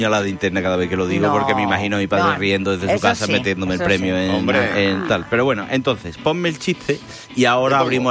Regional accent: Seville, Andalusia, Spain; Sabéis que, evidentemente, soy de Sevilla.

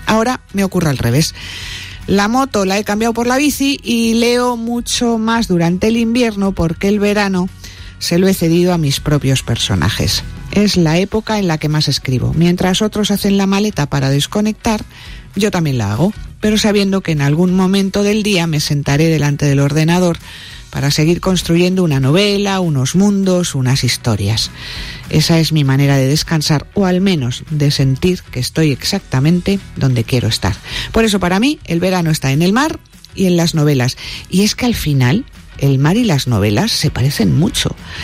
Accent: Madrid, Community of Madrid, Spain; aunque soy madrileña, completamente madrileña, soy de Madrid hasta cuando me callo.

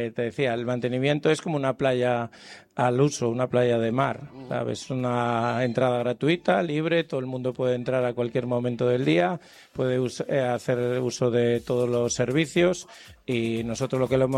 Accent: Vega de Espinareda, Castile and León, Spain; aquí a la comarca del Bierzo, a mi pueblo, Vega de Espinaleda, aquí a Favero del Bierzo también.

